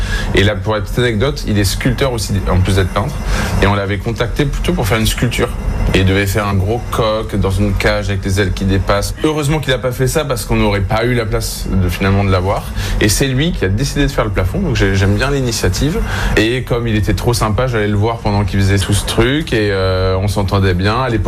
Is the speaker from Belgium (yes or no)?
no; Provence-Alpes-Côte d'Azur, France; moi je suis originaire de Provence, on est au pied du Mont Ventoux